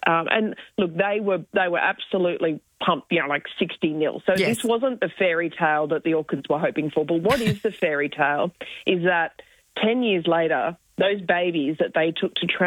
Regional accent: Queensland, Australia; moved away; I'm from Queensland, so it feels like a wonderful homecoming for me.

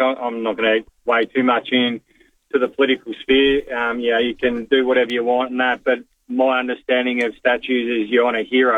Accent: Geelong, Victoria, Australia; but growing up in Geelong in the 90s, it was hard not to get behind the Cats.

